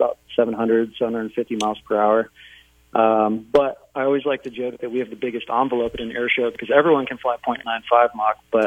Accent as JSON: {"language": "English", "town": "Victor", "country": "United States", "tie": "born or raised there", "said": "I first heard about it growing up in Victor."}